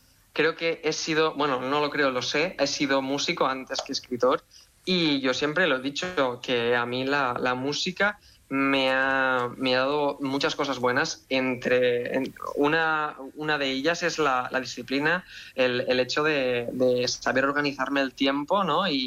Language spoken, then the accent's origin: Spanish; Tavernes de la Valldigna, Valencian Community, Spain; now in San Francisco, United States; yo todo lo que escribía estaba ambientado en Tavernes La Vedigna, en mi pueblo de Valencia